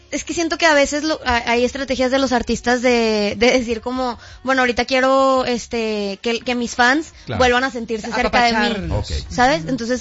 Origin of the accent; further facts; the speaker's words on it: Monterrey, Nuevo León, Mexico; soy de Monterrey, entonces obviamente crecí con banda full